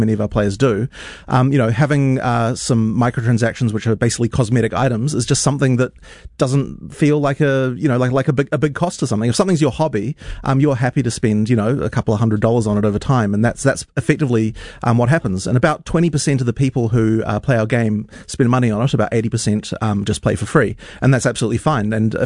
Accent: Auckland, New Zealand; kind of wanted to make a school that would be able to teach the kind of kid that I was when I was growing up in West Auckland

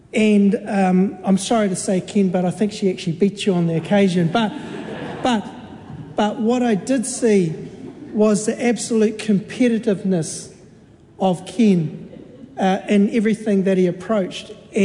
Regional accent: Manaia, Taranaki, New Zealand; I was born and raised in South Taranaki in the Manaia Kapuni area

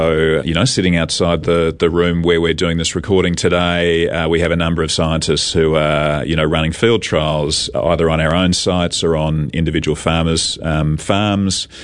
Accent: Australia; moved away as an adult; now in New Zealand; I'm actually Australian. I've been here for, it'll be 25 years in December.

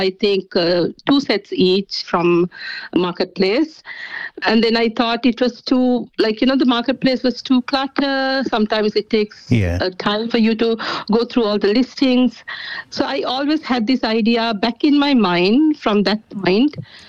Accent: Sri Lanka; moved away as an adult; now in New Zealand; So I'm originally from Sri Lanka, and we migrated to New Zealand in mid-2023.

